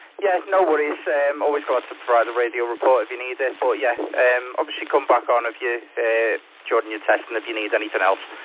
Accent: Liverpool, North West England, United Kingdom; So I'm from Liverpool here, so you're coming in really clear from Notting

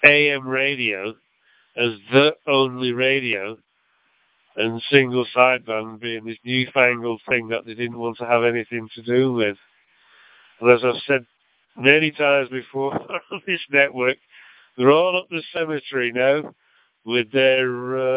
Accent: North West England, United Kingdom; accent: Lancashire; now in Australia; he could pick my Lancashire accent.

